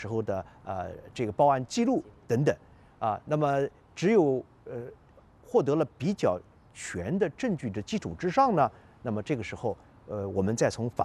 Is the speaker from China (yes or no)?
yes; China; 我们中国人一看到我们中国文物流失，都希望它恨不得马上回来